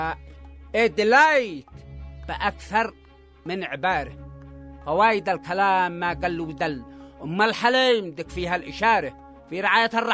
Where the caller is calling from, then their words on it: Yemen; عاد إحنا يمنية